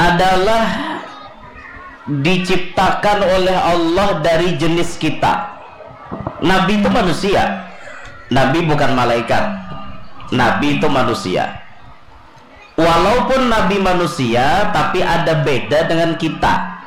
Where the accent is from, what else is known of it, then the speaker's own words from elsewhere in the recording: Kelua, South Kalimantan, Indonesia; Termasuk kami orang Kalua Baislam juga.